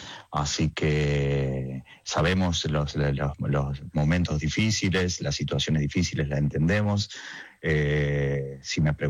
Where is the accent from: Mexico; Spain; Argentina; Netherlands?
Argentina; nosotros la verdad que estamos acostumbrados como argentinos en todo a arreglarlo con lo que hay, ¿viste?